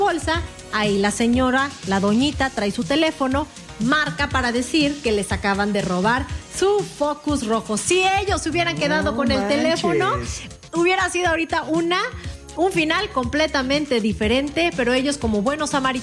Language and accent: Spanish; Reynosa, Tamaulipas, Mexico; somos de Reynosa, de allá de mi pueblo, así que yo soy